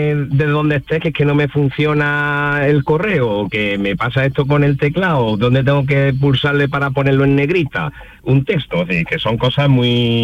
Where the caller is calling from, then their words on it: Linares, Andalusia, Spain; Desde Linares, Jaén.